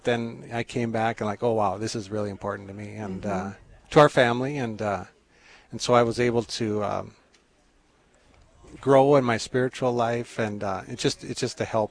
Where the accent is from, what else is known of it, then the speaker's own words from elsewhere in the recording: Hebron, North Dakota, United States; moved away as an adult; also born or lived in Phoenix, Arizona; I grew up in Hebron, North Dakota on a ranch.